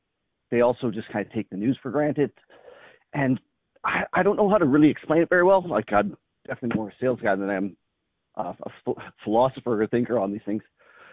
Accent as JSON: {"language": "English", "country": "Canada", "said": "Then the trucker hat, because I'm Canadian."}